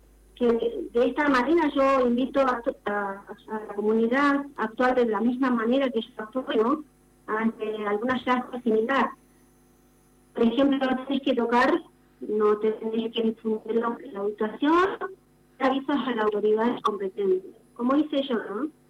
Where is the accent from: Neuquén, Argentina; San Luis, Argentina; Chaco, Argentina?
Neuquén, Argentina; Los Catutos; soy nacida y criada acá en este hermoso paraje de Los Catutos. En todas las publicaciones sale como que soy de Zapala.